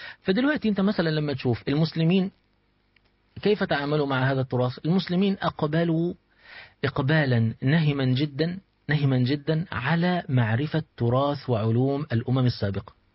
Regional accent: Egypt; يعني انا دلوقتي مصري

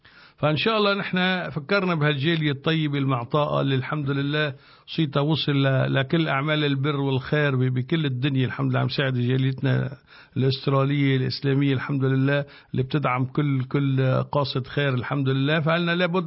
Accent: Tripoli, North Governorate, Lebanon; now in Australia; شافني وعرفني من طرابلس

